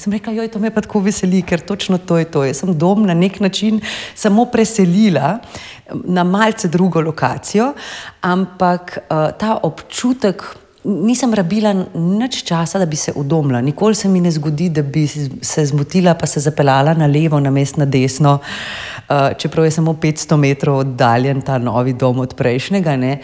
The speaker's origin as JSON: {"language": "Slovenian", "town": "Ljubljana", "region": "Central Slovenia", "country": "Slovenia", "tie": "born or raised there", "said": "Rodila sem se tudi v Stari Ljubljani, na Gosposki, pravzaprav od otroštva živim v starem delu mesta in sem zelo navezana na njega"}